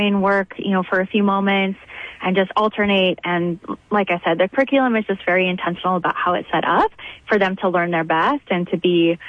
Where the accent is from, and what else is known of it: Midwest, United States; also born or lived in Arizona; now in Sioux Falls, United States